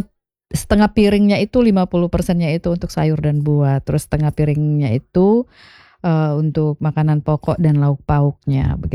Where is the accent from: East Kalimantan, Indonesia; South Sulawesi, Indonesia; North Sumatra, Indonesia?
North Sumatra, Indonesia; Tapi kadang-kadang ya jujur juga sih kalau kita itu ya orang Batak itu makannya harus banyak